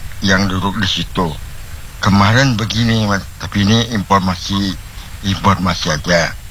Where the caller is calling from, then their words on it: Samarinda, East Kalimantan, Indonesia; Kebetulan kami orang Palaran, ya kan?